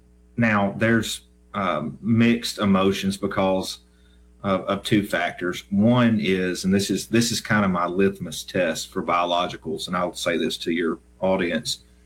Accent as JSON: {"language": "English", "region": "Tennessee", "country": "United States", "tie": "born or raised there", "said": "So I grew up in West Tennessee, grew up on a small farm in West Tennessee, and wanted to see what was out there and travel."}